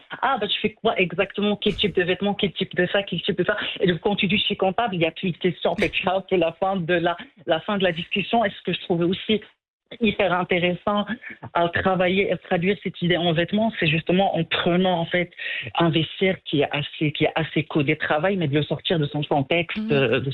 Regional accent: Morocco; comment on évolue dans un monde qui est digitalisé et comment on est ancré entre tradition, modernité et aus

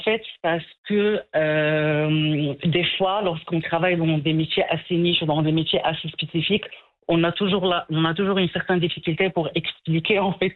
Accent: Morocco; comment on évolue dans un monde qui est digitalisé et comment on est ancré entre tradition, modernité et aus

